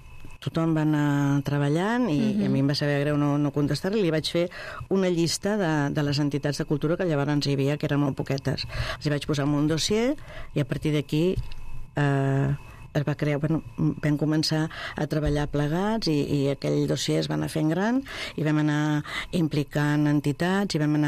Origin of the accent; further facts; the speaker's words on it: Mollet del Vallès, Catalonia, Spain; also born or lived in León; Soc una molletana d'adopció, perquè jo vaig néixer a León, però vaig venir a Catalunya molt petita, amb 14 mesos, i la meva vida ha passat a Mollet